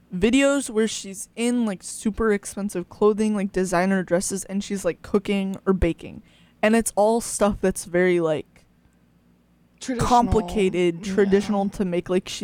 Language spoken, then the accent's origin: English; United States; I'm an American.